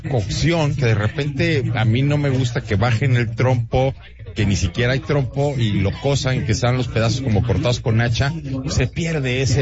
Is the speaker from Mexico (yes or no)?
yes; Mexico City, Mexico; Yo soy chilango